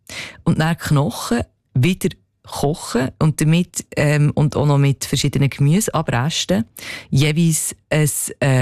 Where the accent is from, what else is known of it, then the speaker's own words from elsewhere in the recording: Switzerland; Natürlich auch bei uns in der Schweiz.